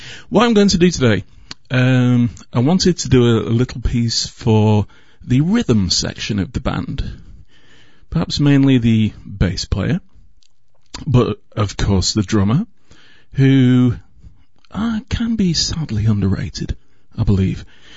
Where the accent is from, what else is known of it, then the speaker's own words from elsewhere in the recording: England, United Kingdom; I'm English, so I'm going to play